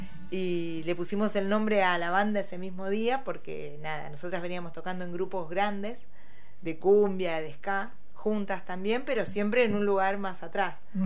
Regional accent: City Bell, Buenos Aires Province, Argentina; Yo soy de Citibel

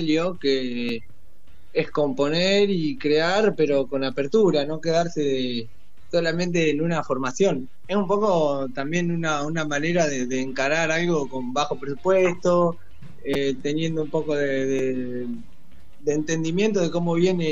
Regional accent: Los Toldos, Buenos Aires Province, Argentina; now in La Plata, Argentina; somos platense, toldense, estamos ahí.

